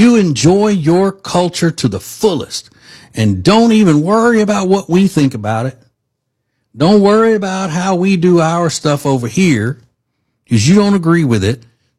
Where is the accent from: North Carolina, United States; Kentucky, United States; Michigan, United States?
North Carolina, United States; Charlotte; I am from Charlotte, North Carolina.